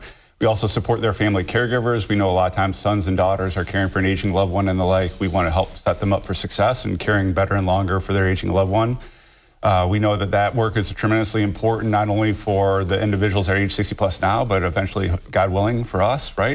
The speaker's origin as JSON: {"language": "English", "town": "Haskins", "region": "Ohio", "country": "United States", "tie": "born or raised there", "said": "Yeah. So when I grew up in a little town in Wood County called Haskins"}